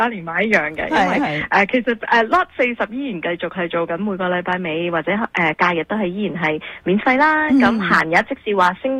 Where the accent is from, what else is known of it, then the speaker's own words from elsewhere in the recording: Hong Kong; 我哋香港人